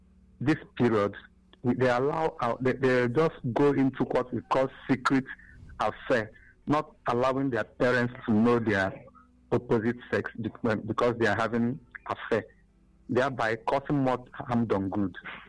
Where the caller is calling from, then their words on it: Onitsha, Anambra, Nigeria; I'm calling from Onitsha.